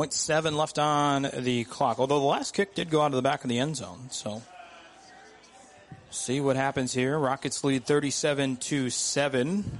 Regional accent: Illinois, United States; now in Central Illinois, United States; Growing up in Northern Illinois, I thought the cutoff to Southern Illinois was Peoria. Then I moved down here and realized nobody thinks like that.

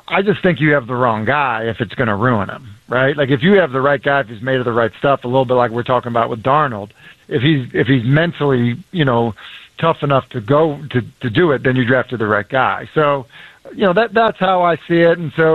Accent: Northeast, United States; Well, really, a better example is like growing up in the Northeast or like starting to raise my kids in the Northeast.

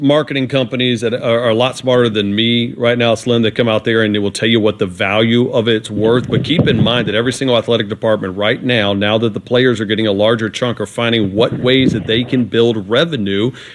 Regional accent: Port Allen, Louisiana, United States; I'm born and raised in Port Allen.

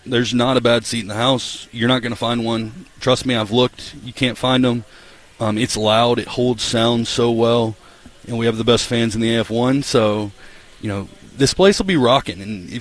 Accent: Crossville, Tennessee, United States; also born or lived in Hendersonville, Tennessee; I grew up in Crossville, Tennessee.

